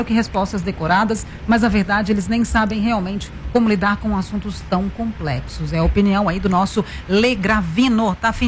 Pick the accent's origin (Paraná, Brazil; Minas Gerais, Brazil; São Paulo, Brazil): Minas Gerais, Brazil; accent: Triângulo Mineiro; Pare de zoar o meu sotaque do Triângulo Mineiro, tá?